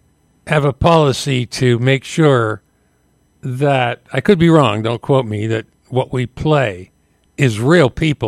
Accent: British Columbia, Canada; We are Ahusat. We are Kelsmat. We are Yuthluwit'hat. We are not Canadian. We were not born in Canada.

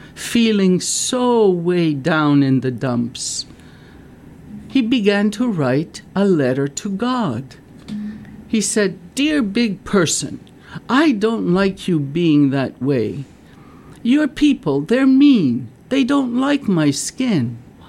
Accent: Ceprano, Lazio, Italy; accent: Cepranese dialect; Sì, mamma, il nostro dialetto cepranese, che è un dialetto un po' strano, ma molto, molto sincero.

